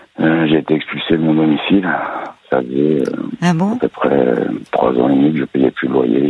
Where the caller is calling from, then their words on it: Provence-Alpes-Côte d'Azur, France; je suis aussi de la région niçoise.